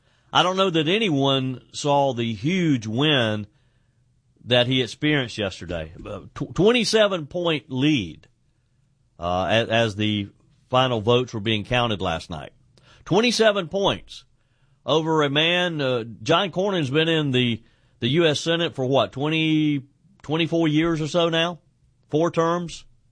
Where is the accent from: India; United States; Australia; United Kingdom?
United States; South Carolina; taking up redistricting, one being my home state of South Carolina.